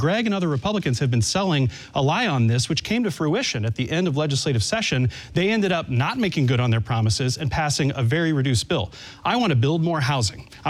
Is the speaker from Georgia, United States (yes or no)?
yes; Cobb County, Georgia, United States; I have the honor of being the Democratic nominee for Lieutenant Governor of Georgia. I'm a Georgia native. I grew up in Cobb County